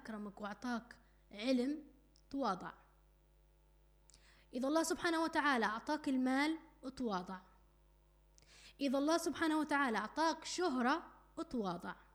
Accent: Libya; احنا كليبيين وناس بيتية واهل ومتربيين تربية سليمة وتربية صحية

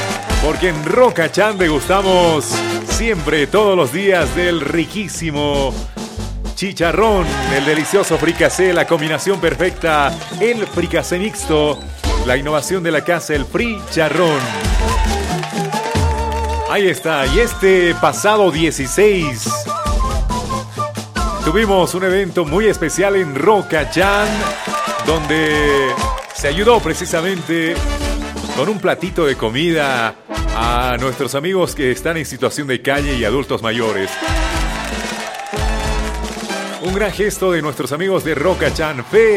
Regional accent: Bolivia; de mi tierra Bolivia

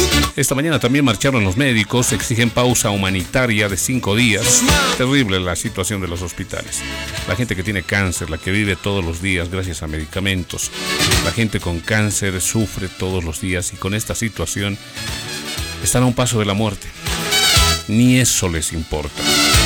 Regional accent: Bolivia; todos somos bolivianos, aquí todos somos bolivianos.

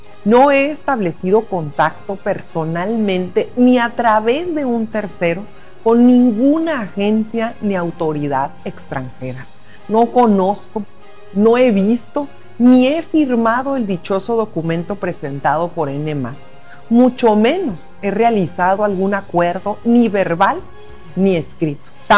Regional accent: Baja California, Mexico; con el pueblo de mi tierra, Baja California.

